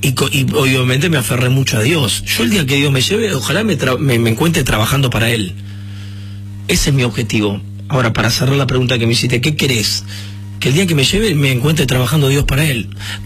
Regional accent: Argentina; Bueno, yo soy muy argentino.

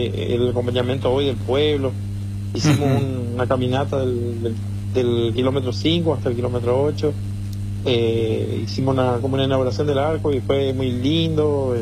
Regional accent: Misiones, Argentina; Soy nacido y criado acá

